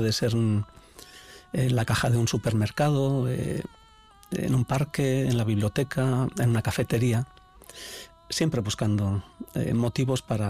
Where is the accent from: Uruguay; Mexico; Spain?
Spain; Ordizia, Basque Country; born there; first language Basque; Spanish is a second language; nací en Villafranca de Oria, que luego se convirtió en Villafranca de Ordizia y hoy es Ordizia.